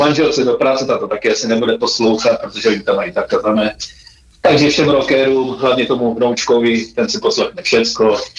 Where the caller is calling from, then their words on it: Rychvald, Moravian-Silesian Region, Czechia; z Rikvaldu.